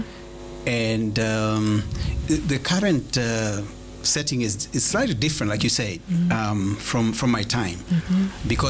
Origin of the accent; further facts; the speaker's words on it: Nairobi, Kenya; my youth, much of it, I was raised in Korogosho slums